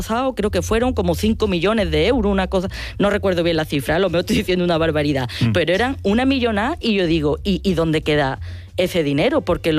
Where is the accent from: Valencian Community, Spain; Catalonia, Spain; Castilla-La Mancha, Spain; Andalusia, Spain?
Andalusia, Spain; y en mi pueblo, Cacena del Campo, nos pasó, ¿no?